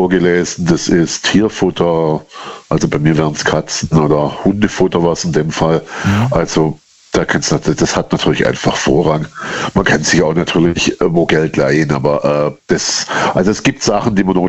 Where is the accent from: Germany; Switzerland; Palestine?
Germany; Baden-Württemberg